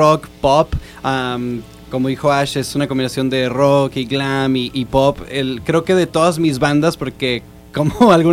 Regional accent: Monterrey, Nuevo León, Mexico; now in Los Angeles, United States; Obviamente yo soy Regio

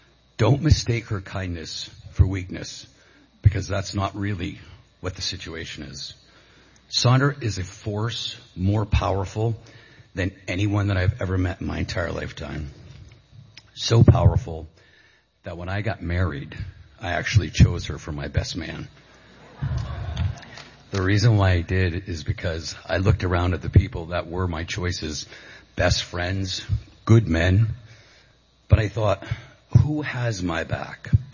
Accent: Caribou, Maine, United States; I'm from Caribou, Maine.

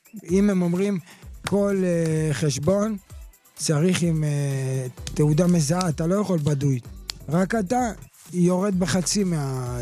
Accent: Jerusalem, Jerusalem District, Israel; born there; אני נולדתי בשערי צדק

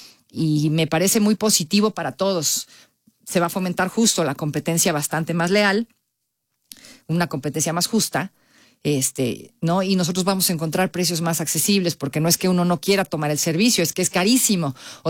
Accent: Mexico; es latino, nosotros somos mexicanos, ¿no? Y los latinos somos de clima cálido.

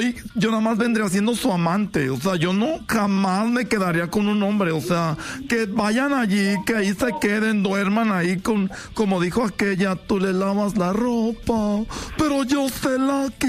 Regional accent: Silao, Guanajuato, Mexico; yo soy de Guanajuato. Sí, soy de Silao, Guanajuato.

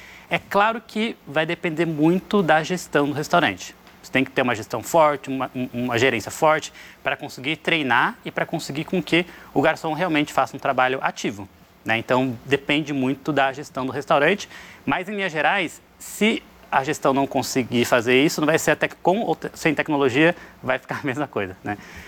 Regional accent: Bragança Paulista, São Paulo, Brazil; pais tinham restaurante, meus tios tinham restaurante, lá em Bragança Paulista, cidade do interior, e me mudei de Bragança para Sorocaba para fazer faculdade de engenharia mecatrônica.

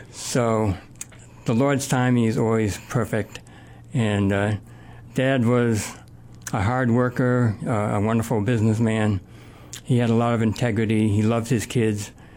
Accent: Wellesley Hills, Massachusetts, United States; also born or lived in Boston; I grew up in Wellesley Hills, Massachusetts. I was born in Boston, 1945, right after World War II.

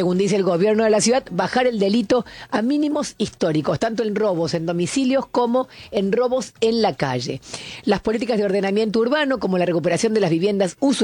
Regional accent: Buenos Aires, Argentina; Esto como porteña, ustedes también, los dos son porteños

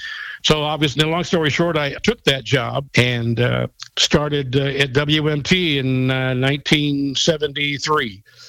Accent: Iowa, United States; Well, number one, it was back in my home state of Iowa.

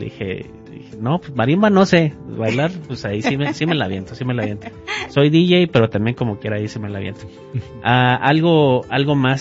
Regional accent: Mexico; yo siendo mexicano también me puedo identificar con eso, ¿no?

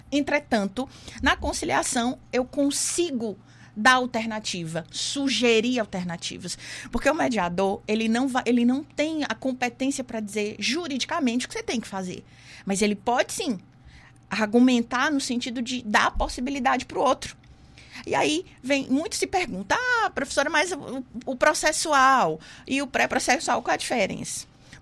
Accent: Piauí, Brazil; moved away as an adult; now in Maceió, Brazil; Eu sou do Piauí, né, então vim para cá, para Alagoas, em Maceió, me acolheu muito bem.

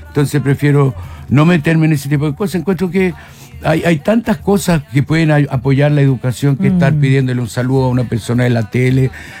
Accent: Italy; porque ya no quería que me dijeran extracomunitario, no me dolía que me dijeran sudaca. Yo crecí en Italia, mi adolescencia, entonces volver a Europa y encontrarme con una Europa que yo desconocía.

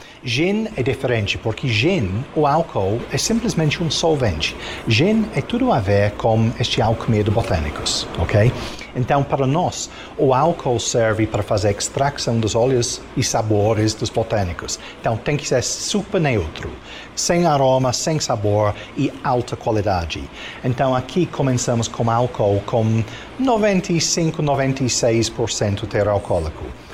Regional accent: England, United Kingdom; now in Brazil; Eu sou inglês

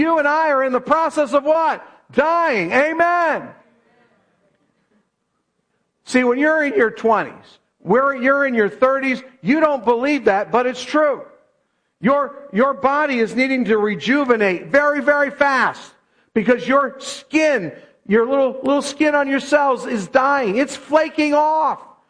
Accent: Berkshire Valley, Massachusetts, United States; now in Staten Island, New York, United States; I grew up in the Berkshire Valley in western Massachusetts.

